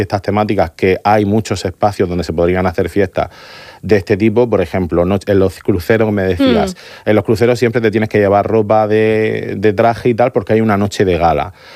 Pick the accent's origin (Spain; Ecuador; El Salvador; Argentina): Spain; Murcia, Region of Murcia; los que somos de Murcia